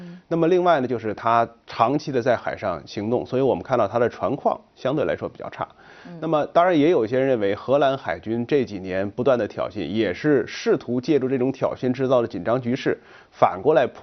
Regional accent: China; 我们中国人讲的是己所不欲，勿施于人。

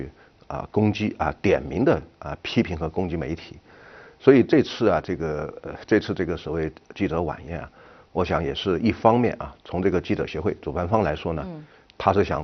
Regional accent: China; 我们中国人

